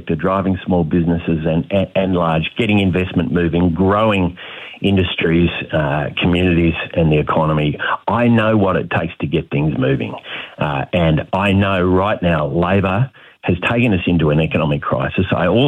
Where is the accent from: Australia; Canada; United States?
Australia; New South Wales; I'm not from Victoria, obviously, I'm from New South Wales, but watching it from the north